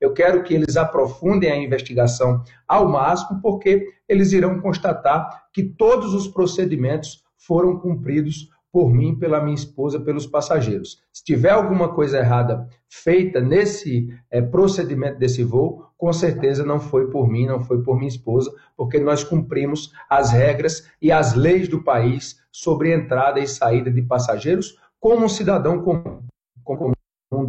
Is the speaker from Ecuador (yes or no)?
no; Paraíba, Brazil; eu sou do sertão da Paraíba